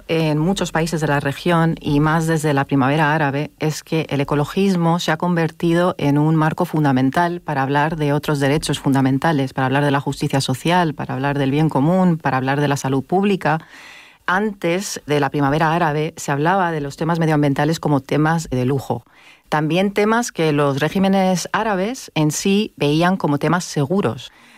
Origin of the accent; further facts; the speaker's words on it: Lebanon; Spanish is a second language; porque soy libanesa española, tengo pasaporte español